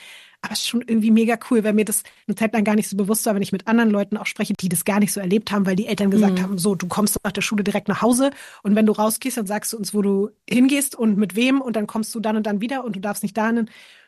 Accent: Berlin, Germany; ich bin in Prenzlauer Berg in Berlin groß geworden, wo es halt noch so riesengroße Hinterhöfe gab, wo nichts bebaut war

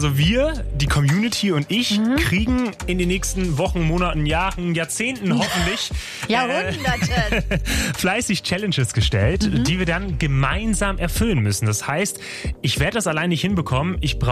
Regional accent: Aurich, Lower Saxony, Germany; Ich kann aber auch mit dem Dreirad von Wolfsburg in meine Heimatstadt Aurich fahren.

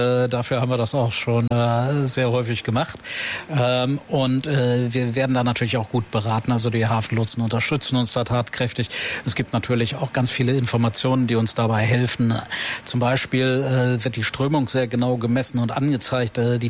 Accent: Lower Saxony, Germany; moved away as an adult; also born or lived in Hanover; now in Fremantle, Australia; Also ich bin ja in Hannover geboren, in Niedersachsen aufgewachsen und die große weite Welt hat mich immer fasziniert. Ich lebe seit mittlerweile 30 Jahren in Australien

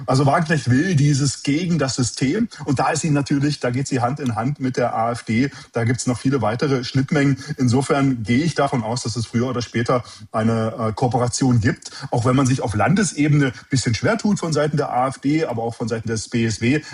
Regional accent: East Germany, Germany; selbst als Ostdeutscher

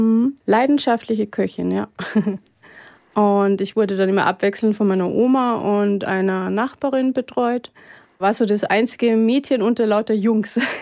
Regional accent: Wagrain, Salzburg, Austria; also born or lived in Maltatal; Also ich bin im Maltertal aufgewachsen und war 8 oder 9 und dann bin ich nach Wagrain gezogen.

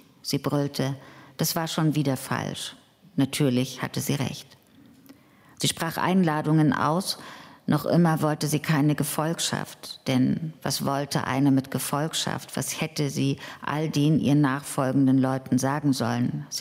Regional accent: East Germany, Germany; Also ich bin in einem Land, in der DDR aufgewachsen, die hatte nicht nur Vorteile, aber beispielsweise gab es keine Obdachlosigkeit.

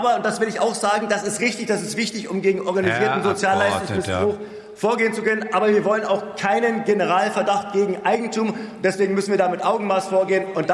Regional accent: Berlin, Germany; in meiner Heimatstadt in Berlin gibt es über 80 davon

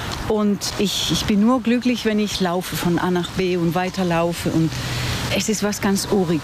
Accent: Spain; German is a second language; now in Lübeck, Germany; Ich komme selber aus Spanien und ich bin jedes Jahr ein Stück des Jakobswegs gelaufen.

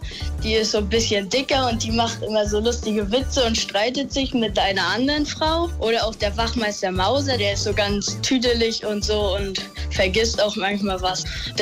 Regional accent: Lübtheen, Mecklenburg-Vorpommern, Germany; ich komme aus Lübtheen, bin 13 Jahre alt.

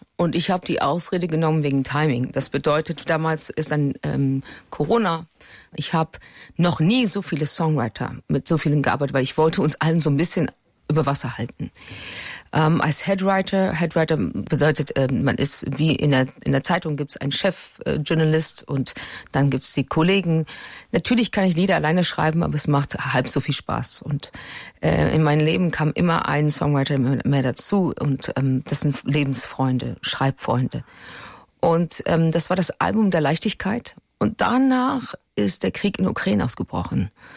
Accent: Berlin, Germany; born there; ich bin in Berlin geboren

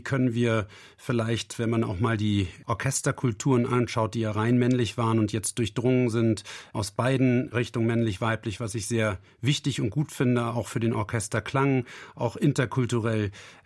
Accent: Eutin, Schleswig-Holstein, Germany; born there; Ich bin damals bei den Eutima Sommerspielen auch groß geworden.

